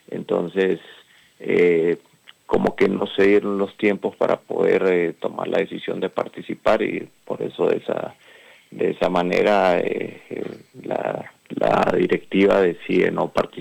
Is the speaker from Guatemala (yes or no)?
yes; Guatemala; born there; also born or lived in Nicaragua; prácticamente estoy cumpliendo 50 años de estar en Guatemala, toda una vida acá. Vine de muy pequeño